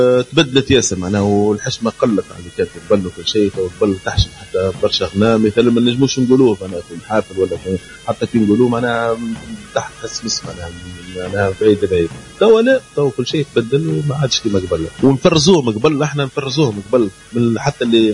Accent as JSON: {"language": "Arabic", "area": "Djerba", "region": "Medenine", "country": "Tunisia"}